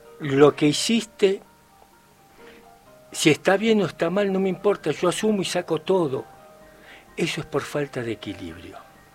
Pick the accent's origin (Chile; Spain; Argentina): Argentina; ¿En dónde quedamos los argentinos?